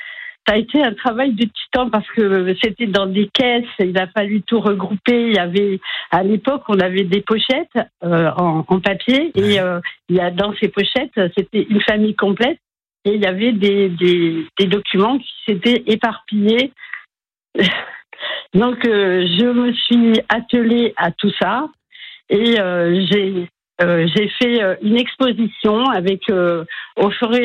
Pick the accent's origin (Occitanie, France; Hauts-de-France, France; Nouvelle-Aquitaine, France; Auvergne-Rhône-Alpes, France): Auvergne-Rhône-Alpes, France; Ah oui, alors c'était pas dans ce département, puisque je suis pas d'ici, je suis du Cantal.